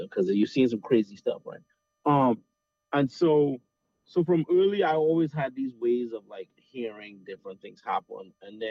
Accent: Trinidad & Tobago; moved away; growing up in Trinidad

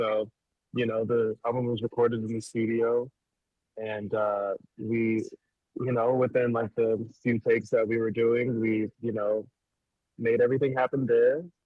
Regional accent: Maryland, United States; now in Brooklyn, United States; I'm from Maryland near DC

